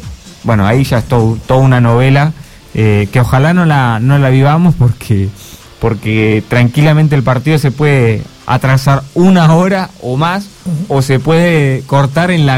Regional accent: Argentina; nosotros los fanáticos argentinos

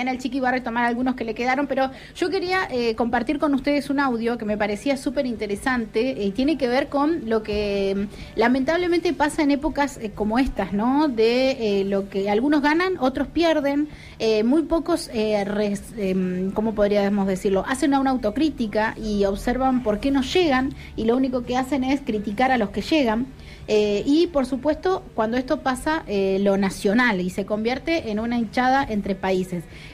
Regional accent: Argentina; nosotros como argentinos

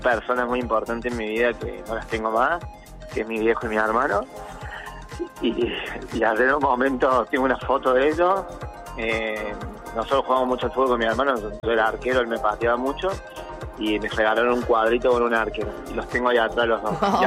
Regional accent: Córdoba, Argentina; Soy de Córdoba, ya estoy arriba para arrancar la mañana.

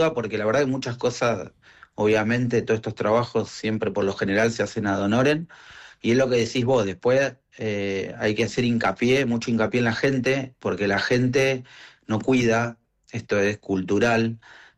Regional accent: Rawson, Chubut, Argentina; yo soy de Rawson y nuestro autódromo es Trelew, es un gran autódromo.

